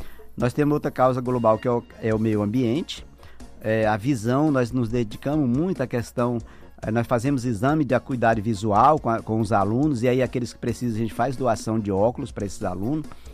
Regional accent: Rio Branco, Acre, Brazil; Eu sou do Acre, de Rio Branco, né?

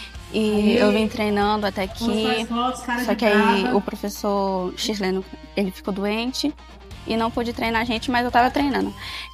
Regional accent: Chile; Portuguese is a second language; Vim juntamente com a nossa equipe e com nossos técnicos, que eu sou chileno, e nosso professor Jorge.

